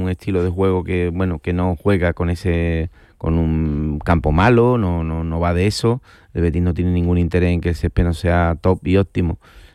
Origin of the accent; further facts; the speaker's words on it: Andalusia, Spain; yo como andaluz me siento perjudicado